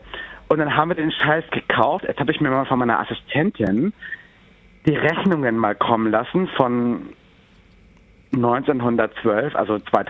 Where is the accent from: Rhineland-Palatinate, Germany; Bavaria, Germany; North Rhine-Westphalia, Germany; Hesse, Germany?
Bavaria, Germany; Ich komme ja aus Bayern